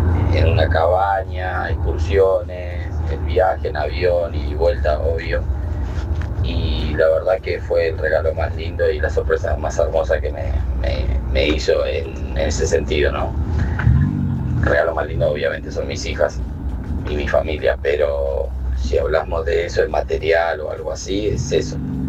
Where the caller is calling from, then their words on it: Ituzaingó, Buenos Aires Province, Argentina; Hola, Radio Latina … soy de Ituzaingó, zona oeste.